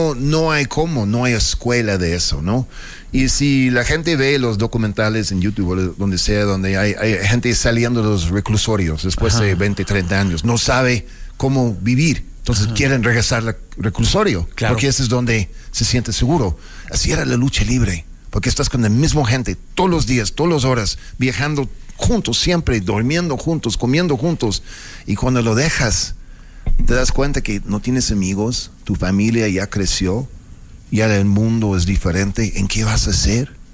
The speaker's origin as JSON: {"language": "Spanish", "region": "Mexico City", "country": "Mexico", "said": "Soy chilango con acento, pues yo qué hago, ¿no?"}